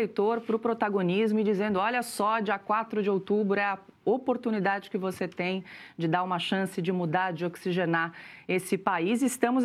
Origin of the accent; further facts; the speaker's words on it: Santa Catarina, Brazil; Eu sou catarinense com muito orgulho.